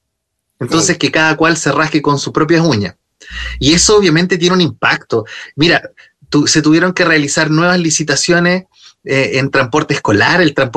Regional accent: Chile; desafíos que tenemos como chilenos y chilenas

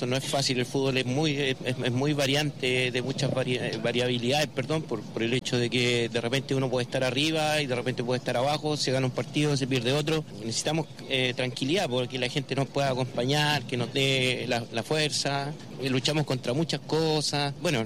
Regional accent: Angol, Araucanía, Chile; soy de Angol igual.

